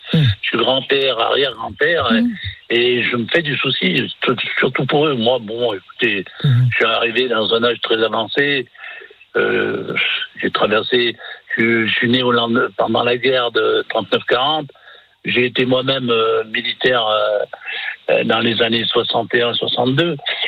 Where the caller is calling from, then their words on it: France; Moi, je suis un Français, je suis fier d'être Français.